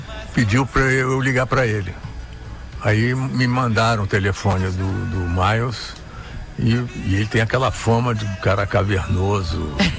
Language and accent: Portuguese; Rio de Janeiro, Brazil; eu sou nascido e criado na Muda da Tijuca.